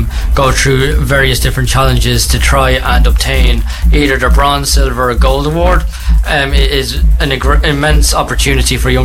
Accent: Dublin, Leinster, Ireland; I am from Dublin myself as well

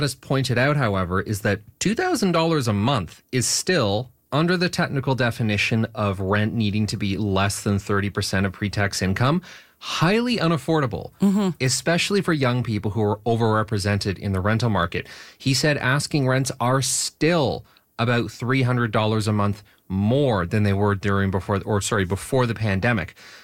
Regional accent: Toronto, Ontario, Canada; Though I must say, Jessica, I grew up in Toronto, and I don't remember there being mosquitoes.

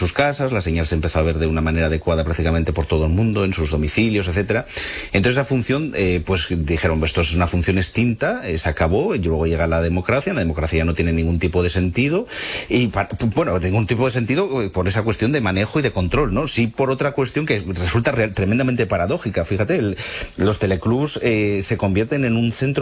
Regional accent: Spain; somos españoles, somos latinos, o sea, nosotros montamos un club al lado de un televisor.

